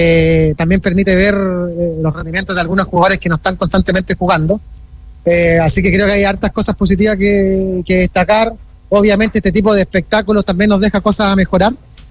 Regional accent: Antofagasta, Chile; Los que somos antofagastinos como yo

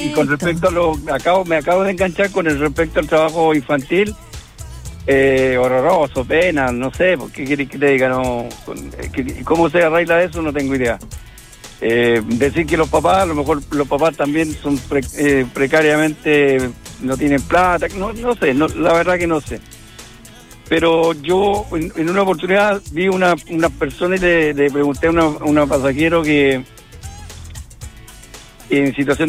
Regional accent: Santiago, Santiago Metropolitan Region, Chile; moved away; yo soy de Santiago. Bueno, era de Santiago. Y allá había un cine que se llama Cinerama.

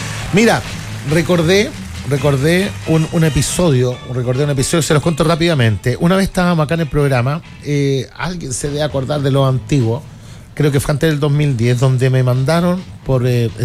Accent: Chile; El chileno lo mismo, pues tenemos nuestras propias jergas, nuestros propios modismos, nuestras propias costumbres, cómo hablamos, el tono, el acento.

